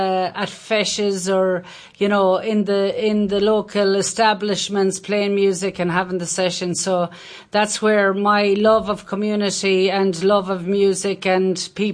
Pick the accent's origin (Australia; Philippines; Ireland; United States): Ireland; Swinford, Connacht; moved away as an adult; So I was born in Swinford Hospital back in the day. I won't give you the year, but back in the day. But I was born and raised in Swinford, and that's where I spent up until I was about 24. I lived in Swinford